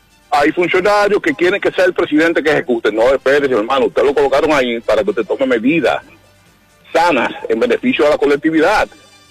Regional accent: Dominican Republic; Lamentablemente, nosotros, como República Dominicana, el sistema nuestro nunca ha sido preventivo.

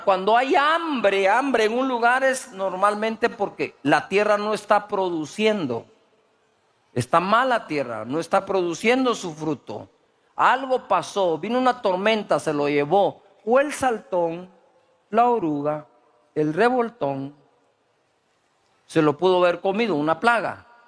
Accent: Guatemala; El que quieren que haga, si soy chapín también, ni modo que voy a dejar de ser chapín aquí.

